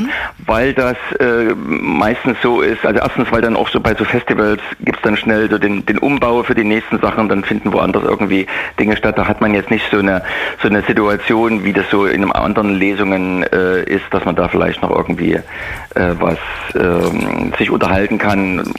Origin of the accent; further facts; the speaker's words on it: Leipzig, Saxony, Germany; Ich bin in Leipzig geboren, ich bin richtig ein Kind des Leipziger Südens.